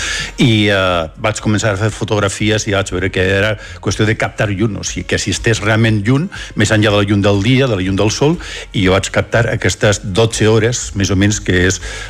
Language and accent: Catalan; San Sebastián, Basque Country, Spain; Doncs mira, jo soc basc.